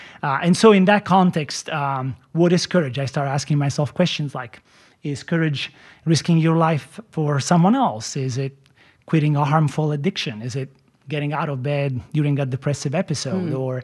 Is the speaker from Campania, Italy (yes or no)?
yes; Campania, Italy; now in Portland, United States; So I grew up in the Naples region